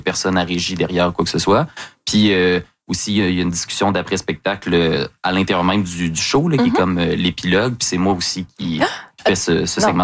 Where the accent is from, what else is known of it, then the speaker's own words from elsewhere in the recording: Lévis, Quebec, Canada; Après avoir passé toute mon enfance à Lévis